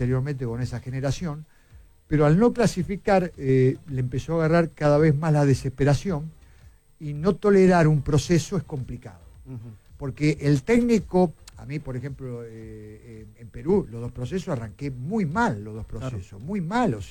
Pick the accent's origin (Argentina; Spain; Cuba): Argentina; yo como argentino